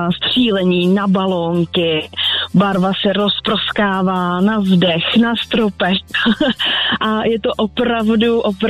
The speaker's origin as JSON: {"language": "Czech", "town": "Velké Přílepy", "region": "Central Bohemian Region", "country": "Czechia", "said": "Tak já jsem z Velkých Přílep. Nicméně můj výtvarný ateliér je v Uholičkách, což je kousek od Přílep."}